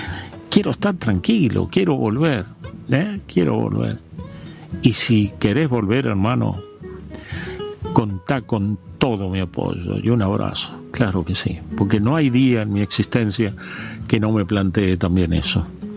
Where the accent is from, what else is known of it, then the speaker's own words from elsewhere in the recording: Argentina; born there; now in Buenos Aires, Argentina; los que vivimos acá, en la gran ciudad, pero que hemos nacido en el interior de nuestro país.